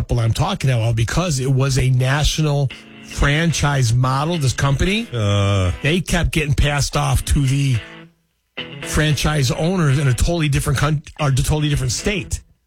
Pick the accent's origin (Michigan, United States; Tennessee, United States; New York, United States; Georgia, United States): Michigan, United States; And when the guy was done speaking, I told him I'm from Michigan.